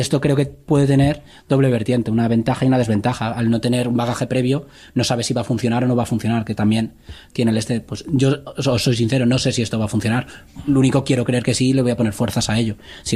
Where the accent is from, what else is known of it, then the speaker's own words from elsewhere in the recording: Madrid, Community of Madrid, Spain; es que originalmente vine de Madrid.